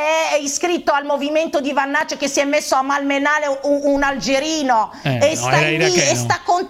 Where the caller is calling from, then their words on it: Morocco; Del mio paese, che è lavorare. Il Marocco